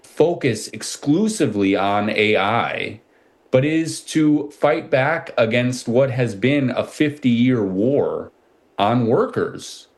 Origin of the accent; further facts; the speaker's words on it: Minnesota, United States; Well, so I'll shout out my home state of Minnesota again, because we just banned prediction markets in the state.